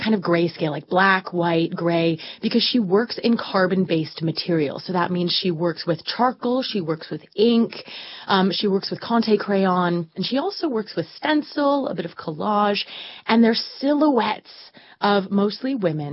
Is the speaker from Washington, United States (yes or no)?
yes; Seattle, Washington, United States; I'm from Seattle. I was visiting family, and I went to the Seattle Art Museum